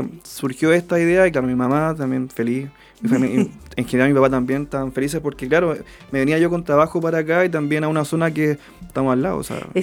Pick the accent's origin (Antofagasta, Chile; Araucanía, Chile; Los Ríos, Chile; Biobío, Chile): Antofagasta, Chile; moved away as an adult; now in Cascada, Chile; Yo soy de Antofagasta.